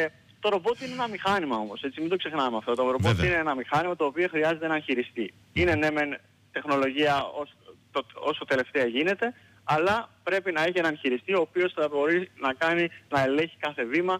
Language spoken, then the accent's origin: Greek; Rhodes, South Aegean, Greece; moved away as an adult; also born or lived in Kastellorizo; now in Germany; Ρόδιος, όπως είπες, γεννημένος και μεγαλωμένος στη Ρόδο, μετά τις σπουδές μου και το στρατιωτική μου θητεία έτσι στο Καστελόριζο